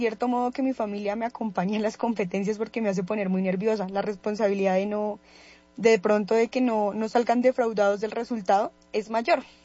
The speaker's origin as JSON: {"language": "Spanish", "country": "Colombia", "lives_now": "Cundinamarca, Colombia", "said": "tenemos como colombianos, y principalmente aquí en Cundinamarca."}